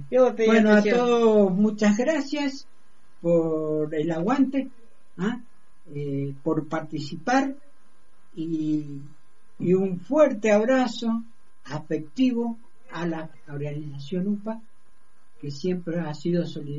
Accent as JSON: {"language": "Spanish", "country": "Argentina", "said": "Yo como argentino tengo que defender mi país"}